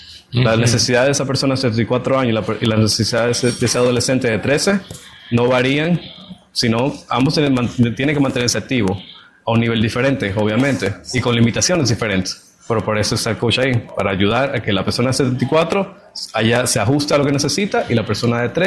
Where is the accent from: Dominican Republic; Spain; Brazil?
Dominican Republic; now in United States; Dominicano.